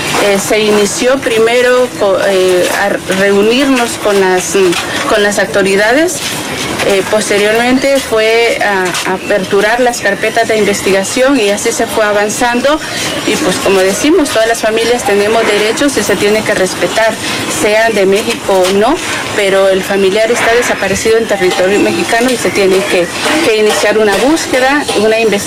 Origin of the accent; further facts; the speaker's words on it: Honduras; Óscar también es hondureño